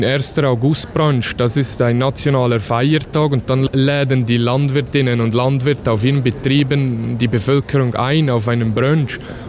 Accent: Switzerland; Und da haben wir das Gefühl, bei uns in der Schweiz leuchtet, also klar, den Generationenwechsel, Generationenwandel haben wir auch, diesen Strukturwandel.

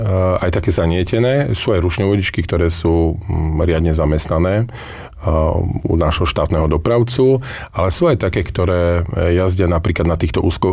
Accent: Ľubochňa, Žilina Region, Slovakia; A ten pán, ktorý ma vrátil a upozoril na to, že som z Ľubotechna

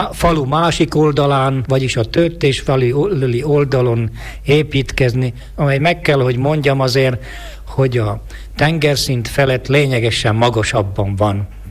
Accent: Trnava Region, Slovakia; gyermekkoromat azon a környéken töltöttem, határunk bőssá volt határos

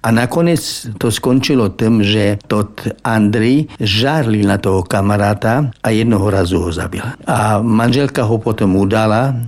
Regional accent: Jakubany, Prešov Region, Slovakia; born or raised there

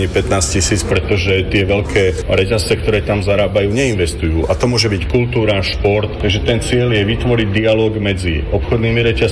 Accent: Revúca, Banská Bystrica Region, Slovakia; Pochádzam z malého mesta Revúca

